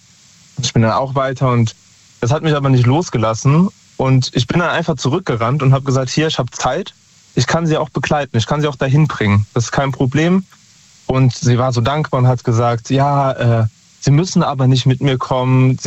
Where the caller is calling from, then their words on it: Lahnstein, Rhineland-Palatinate, Germany; Aus Lahnstein.